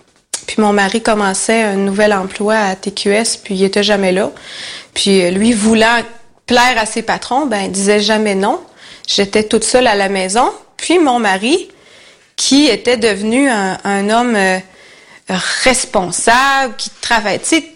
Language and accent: French; Quebec, Canada; j'étais seule dans cette région-là parce que je venais du Saguenay.